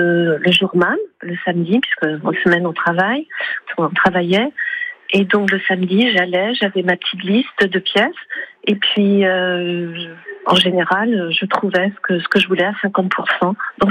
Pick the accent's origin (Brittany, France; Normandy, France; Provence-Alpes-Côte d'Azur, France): Brittany, France; Morlaix; born there; now in Paris, France; moi je suis née en 1957, j'ai habité Morlaix, dans Finistère Nord.